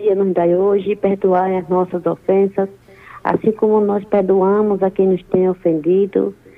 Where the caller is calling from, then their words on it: Maceió, Alagoas, Brazil; de Maceió.